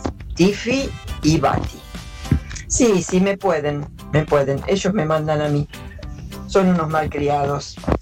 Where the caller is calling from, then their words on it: Avellaneda, Buenos Aires Province, Argentina; de Avellaneda.